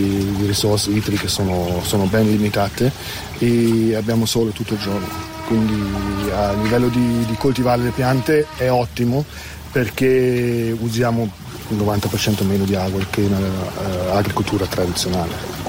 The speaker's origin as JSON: {"language": "Italian", "region": "Baltic coast", "country": "Germany", "second_language": "Italian", "moved": "as an adult", "lives_now": "Boa Vista, Cape Verde", "said": "Sono dalla Germania, dal mare Baltico, su, sono nato nel 1988 e sono a Capoverde dal 2019, fisso."}